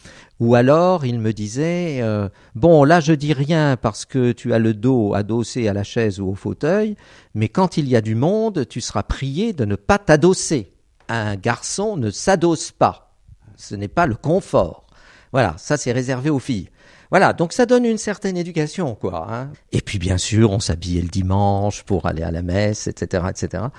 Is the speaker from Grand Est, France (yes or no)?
yes; Metz, Grand Est, France; je suis de la Moselle. J'avais de la famille qui était dans la campagne. Ils parlaient encore à l'époque un vague patois roman.